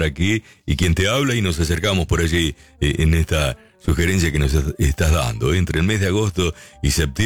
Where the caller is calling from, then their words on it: Florencio Varela, Buenos Aires Province, Argentina; Buen día, Oscar. … de Florencio Varela.